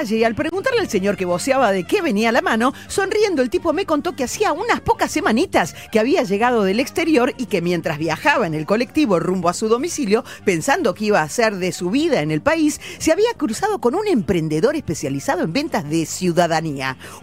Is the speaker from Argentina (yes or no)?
yes; Argentina; yo soy ciudadana argentina nativa